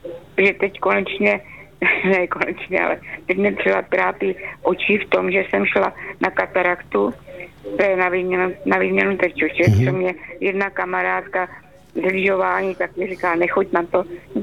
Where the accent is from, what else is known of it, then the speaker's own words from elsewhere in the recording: Brno, South Moravian Region, Czechia; my jsme teda Brňáci, že pak jsme se přestěhovali do světa.